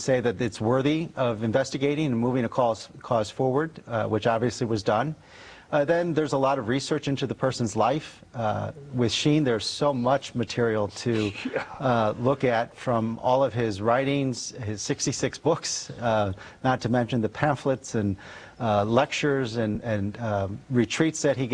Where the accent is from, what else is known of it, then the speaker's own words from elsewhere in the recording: Harvey, Illinois, United States; And so I'm from Harvey, Archbishop Hicks is from South Holland, and Pope Leo is from Dalton.